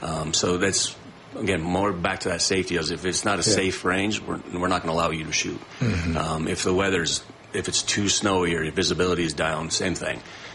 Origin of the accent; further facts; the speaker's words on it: Leadville, Colorado, United States; growing up in Leadville, we have the quick draw competitions.